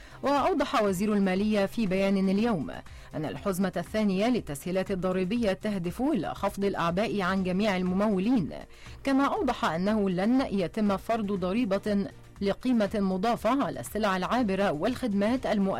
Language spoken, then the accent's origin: Arabic; Egypt; كلنا كمصريين بنحتفل بها